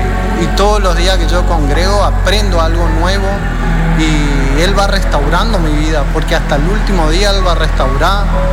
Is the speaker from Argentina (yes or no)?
yes; Paso de los Libres, Corrientes, Argentina; moved away as an adult; now in Chaco, Argentina; yo soy de Paso de los Libres